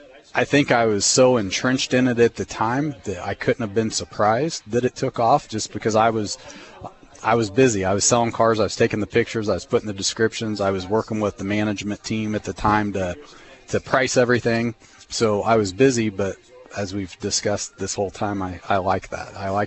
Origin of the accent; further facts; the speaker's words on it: Taylorville, Illinois, United States; Growing up in Taylorville